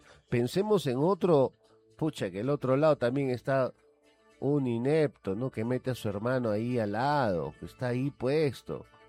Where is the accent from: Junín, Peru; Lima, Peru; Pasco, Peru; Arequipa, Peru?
Junín, Peru; Huancayo